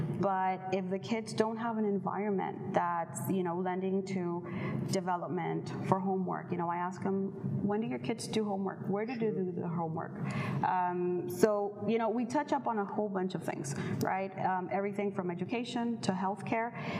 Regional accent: Brownsville, Texas, United States; born there; also born or lived in Matamoros, Mexico; I'm from Brownsville. I grew up in Brownsville. I grew up in Matamoros.

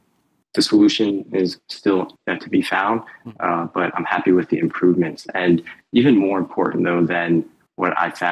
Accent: Red Bank, New Jersey, United States; born there; I was born in Red Bank, and I just developed this passion for cycling.

